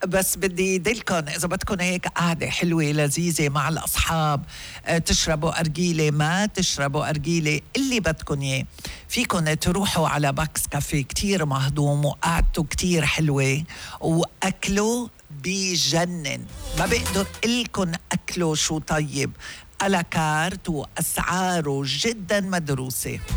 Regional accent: Lebanon; بس احنا لبنانية

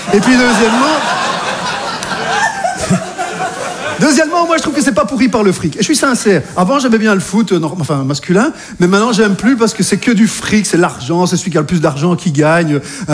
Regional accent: Belgium; now in France; je suis belge, j'habite en France et j'ai été dépucelé en Espagne par une Anglaise.

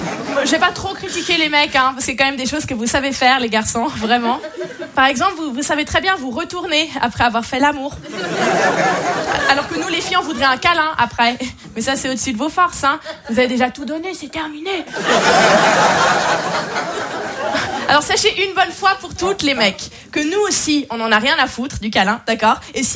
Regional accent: Switzerland; Parce qu'en fait, je viens de Suisse, je ne l'ai pas dit au début.

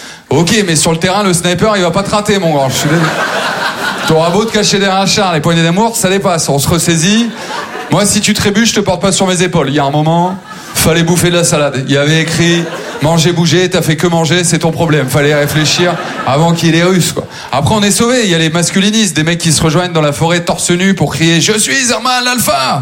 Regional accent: Maubeuge, Hauts-de-France, France; born or raised there

